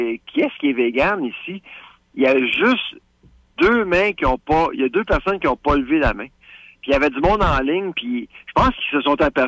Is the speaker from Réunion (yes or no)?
no; Laval, Quebec, Canada; Tu sais, comme à Laval. Je viens de Laval.